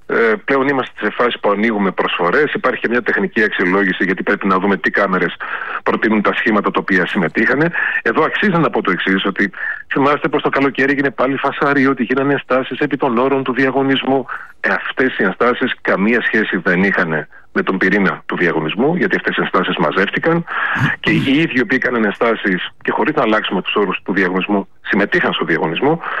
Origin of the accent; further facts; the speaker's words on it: Trikala, Thessaly, Greece; Ως τρικαλινός φοιτητής στην Αθήνα